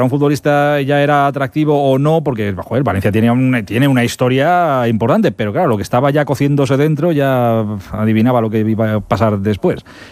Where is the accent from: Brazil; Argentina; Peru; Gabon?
Brazil; Spanish is a second language; moved away as an adult; also born or lived in Italy; Sí, salí de Brasil